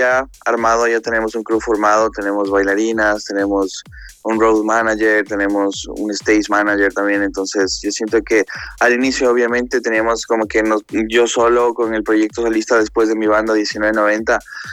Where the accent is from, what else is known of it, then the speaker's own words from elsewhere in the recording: Ecuador; moved away; en mi tierra, en mis ciudades, en Quito, Ibarra, Guayaquil, Ambato, Loja, Santo Domingo.